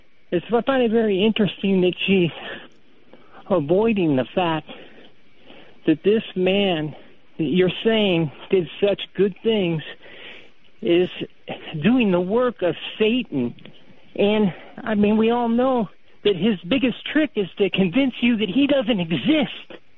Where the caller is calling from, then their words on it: Hawaii, United States; Yeah, I'm calling from Hawaii.